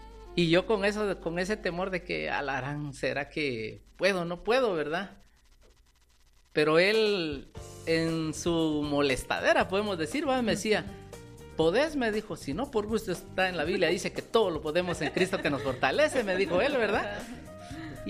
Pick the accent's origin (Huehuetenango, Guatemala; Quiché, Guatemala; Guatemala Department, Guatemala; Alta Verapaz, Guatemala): Guatemala Department, Guatemala; San Juan Sacatepéquez; Yo soy puro sanjuanero, de acá de Guatemala